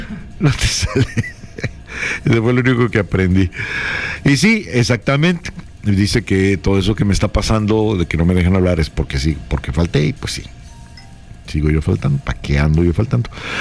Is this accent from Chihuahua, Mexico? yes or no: no; Tabasco, Mexico; La botana somos los tabasqueños.